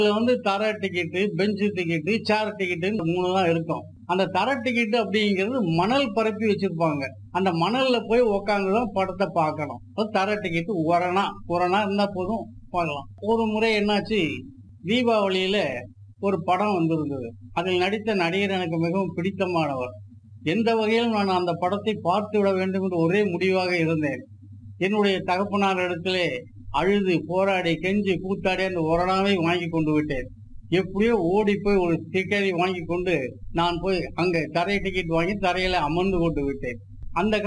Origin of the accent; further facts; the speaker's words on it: Erode, Tamil Nadu, India; என்னுடைய சொந்த ஊர் ஈரோடு. ஈரோட்டிலே பள்ளியிலே படித்தேன்.